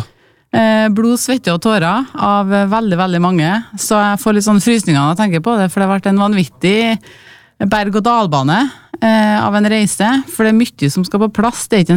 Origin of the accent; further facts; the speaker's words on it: Malvik, Trøndelag, Norway; Jeg bor der selv, født og oppvokst på Vikhammeråsen